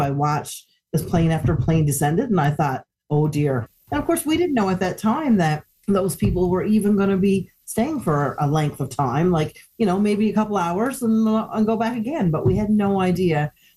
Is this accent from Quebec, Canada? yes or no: no; Newfoundland and Labrador, Canada; born or raised there